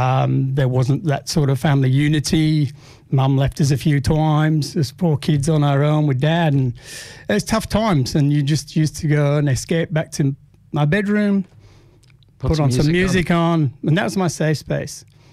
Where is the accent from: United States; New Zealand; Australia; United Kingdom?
United Kingdom; Huddersfield, Yorkshire and the Humber; I was. Local boy.